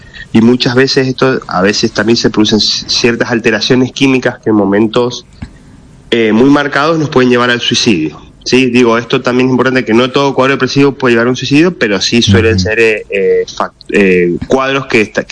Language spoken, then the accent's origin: Spanish; Argentina